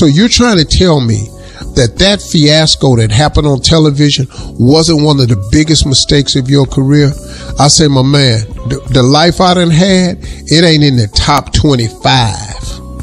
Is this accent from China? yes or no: no; Colombia; I'm from Colombia.